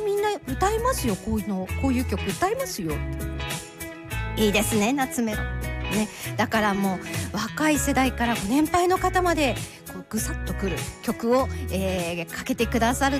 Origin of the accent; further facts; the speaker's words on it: Morioka, Iwate, Japan; もう生まれ育ち盛岡の私ですら